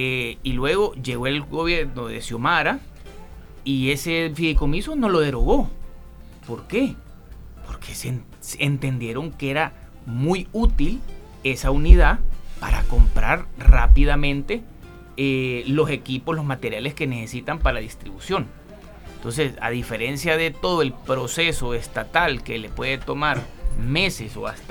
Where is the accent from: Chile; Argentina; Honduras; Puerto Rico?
Honduras; Nosotros, como hondureños, a ver, Honduras es un país muy rico en recursos naturales